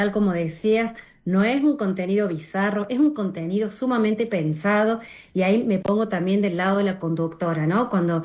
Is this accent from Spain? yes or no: no; Argentina; yo conocí a la radio cuando era muy chica, acá en mi país, en Argentina, con nuestra Radio María Argentina, que mi mamá la escuchaba siempre